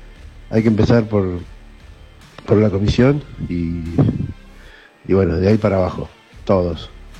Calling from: Villa Tesei, Buenos Aires Province, Argentina; de Villa Tesey.

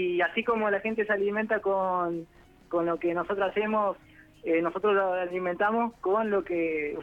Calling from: González Catán, Buenos Aires Province, Argentina; de González Catán.

